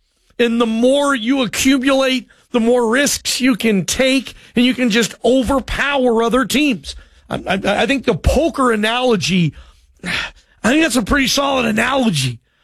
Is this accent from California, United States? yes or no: no; Seattle, Washington, United States; I'm from Seattle, guys.